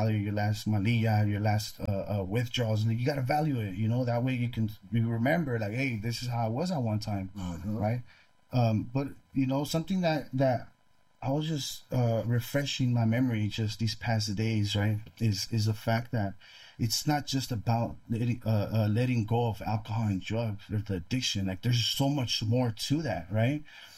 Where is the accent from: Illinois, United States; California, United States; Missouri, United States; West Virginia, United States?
California, United States; I'm like, I'm not even from out here. I'm from Northern California.